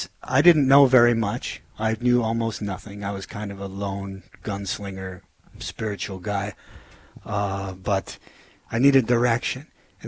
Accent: Bismarck, North Dakota, United States; I grew up in Bismarck.

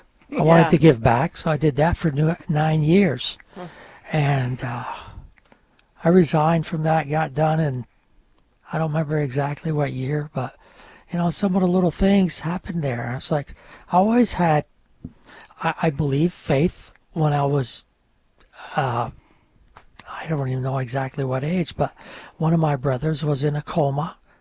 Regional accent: New York, United States; first language French; English is a second language; English is my second language. Originally from the North Country of New York, that is Quebec, and my mother was from Montreal, so all we spoke was French at home.

